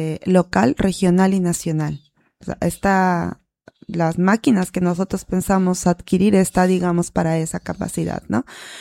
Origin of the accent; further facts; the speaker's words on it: Cachillaco, San Martín, Peru; Nosotros venimos de la comunidad de Cachillaco, que está en el distrito de Pólvora, en la provincia de Tocache.